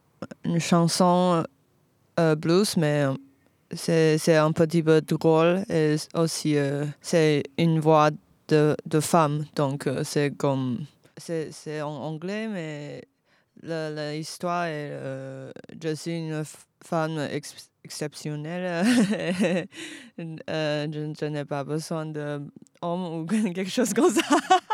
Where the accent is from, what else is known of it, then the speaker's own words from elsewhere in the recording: Taiwan; French is a second language; now in France; Je viens de Taïwan.